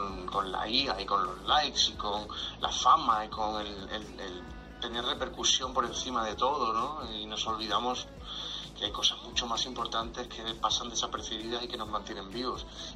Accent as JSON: {"language": "Spanish", "region": "Andalusia", "country": "Spain", "said": "Hay un homenaje a mi tierra, Andalucía, que es"}